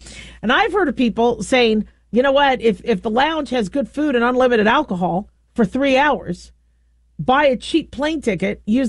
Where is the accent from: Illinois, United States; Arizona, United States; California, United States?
Arizona, United States; Phoenix; I remember Circle K when I grew up in Phoenix, Arizona, and we're seeing a lot of Circle K's in my area.